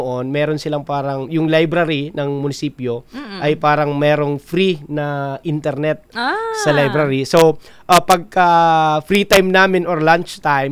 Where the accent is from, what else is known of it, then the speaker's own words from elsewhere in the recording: Tabaco, Bicol Region, Philippines; born there; also born or lived in Tiwi; nag-high school po ako, San Lorenzo, Tabaco. So, malapit yan actually sa dagat.